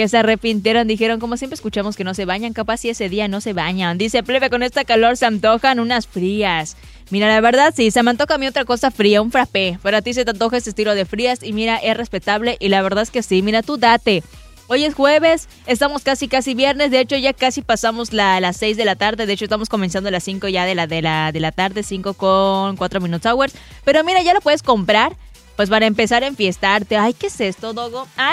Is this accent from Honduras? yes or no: no; Yucatán, Mexico; Yo soy una mala yucateca